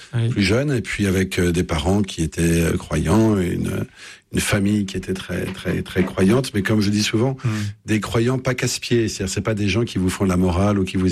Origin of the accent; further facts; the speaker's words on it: Paris, Île-de-France, France; now in Lille, France; Je sais, je suis un Parisien indécrottable, j'ai vécu 54 ans à Paris, j'imaginais pas qu'on puisse respirer de l'oxygène ailleurs